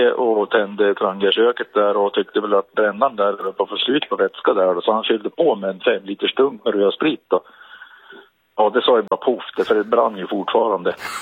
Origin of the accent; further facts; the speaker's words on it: Jämtland County, Sweden; ja men solen här är väl ungefär som hemma i Jämtland.